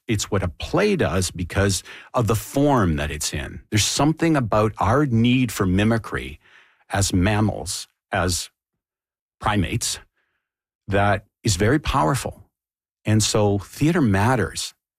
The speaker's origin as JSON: {"language": "English", "country": "Canada", "said": "And it's better and stronger, and I'm proud of it as a Canadian."}